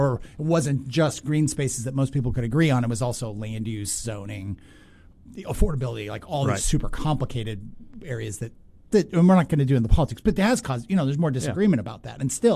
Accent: Pacific Northwest, United States; I grew up in the Northwest

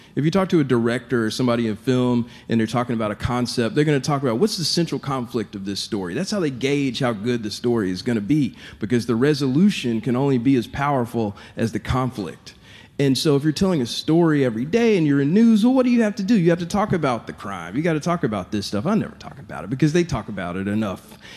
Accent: Memphis, Tennessee, United States; He didn't know I was from Memphis.

